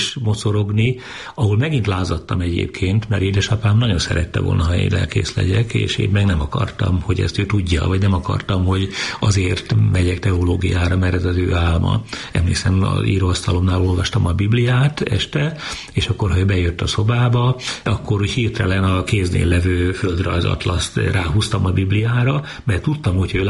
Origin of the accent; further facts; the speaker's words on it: Budapest, Hungary; born there; also born or lived in Csögle, Veszprém County / Miskolc; Egy pap gyereknek a sorsát éltem át. Először még 6 éves korom még Dunántúlon, aztán Miskolcra került édesapám, 4 éven keresztül ott szolgált, és aztán kerültünk Budapestre, mikor ő tanítani kezdett az akkori teológiai akadémián.